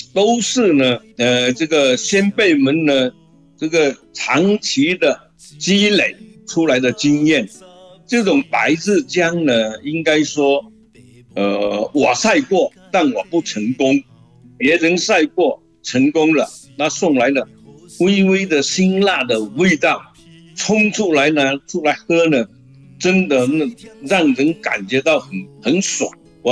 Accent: Chaoshan, Guangdong, China; moved away; 我们大潮汕，我们家乡的一碗白粥。

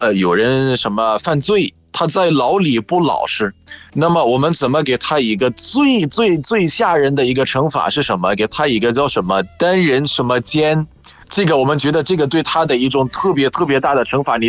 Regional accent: Egypt; 我是来自埃及的

